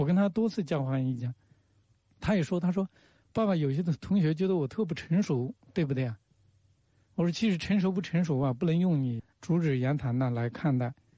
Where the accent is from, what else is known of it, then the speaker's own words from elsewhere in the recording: Huanggang, Hubei, China; moved away; 我小时候在农村长大的，从那个湖北黄冈的一个农村出来，